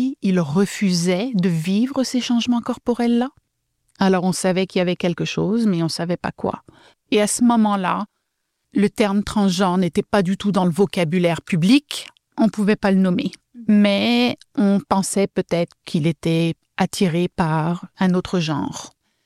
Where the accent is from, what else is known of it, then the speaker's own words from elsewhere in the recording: France; moved away as an adult; now in Canada; Moi, je viens de la France, j'ai jamais connu cette diversité-là. Mais quand je suis arrivée au Canada